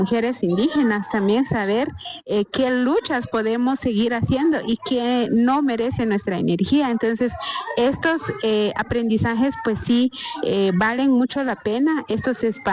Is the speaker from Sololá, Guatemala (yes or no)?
yes; San Pedro La Laguna, Sololá, Guatemala; yo soy de San Pedro de la Laguna.